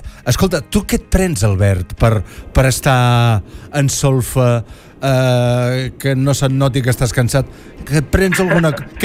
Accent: Olot, Catalonia, Spain; al meu poble, Olot

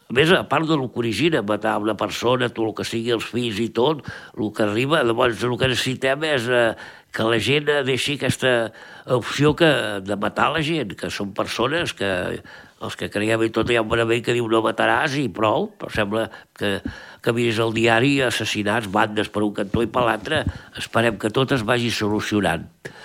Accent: Argentona, Catalonia, Spain; al meu poble, a l'Argentona

